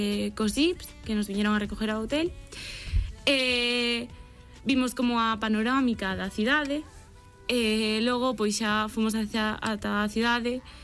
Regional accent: Lugo, Galicia, Spain; A ver, eu son de Lugo, estou acostumbrada a ver cousas de romanos e tal.

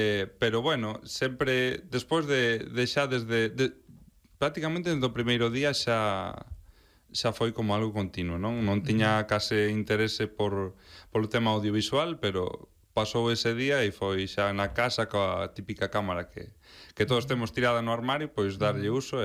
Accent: A Estrada, Galicia, Spain; Eu hei de dicir que non son do Milladoiro, son da Estrada.

